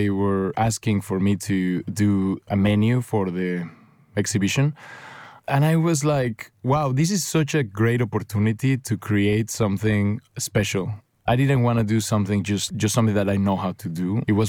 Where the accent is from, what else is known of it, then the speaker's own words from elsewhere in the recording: Mexico; moved away; Growing up in Mexico, you look up to Frida and her husband Diego as the references of art.